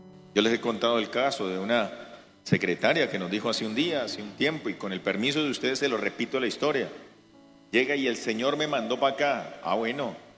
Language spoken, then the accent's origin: Spanish; Bogotá, Colombia; Dentro de los términos que a veces usted nos habrá escuchado a nosotros que venimos por allá de Bogotá, en ocasiones se nos sale el su merced.